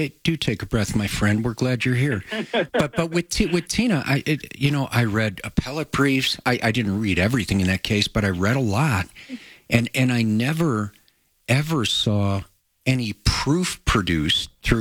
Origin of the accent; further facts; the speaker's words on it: Chicago, Illinois, United States; But of course, I grew up in Chicago. My dad, a cop there for 30 years. We were Bear fans.